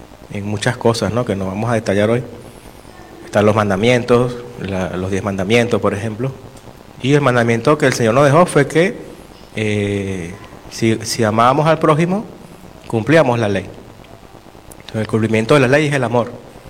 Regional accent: Venezuela; moved away; de donde yo vengo

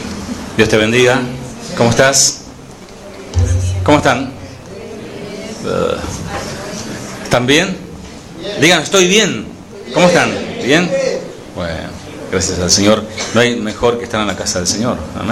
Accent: Argentina; como buen argentino, un asado

